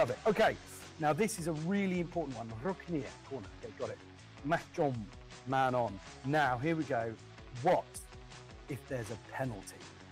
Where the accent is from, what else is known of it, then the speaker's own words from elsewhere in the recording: United Kingdom; I am alarmingly British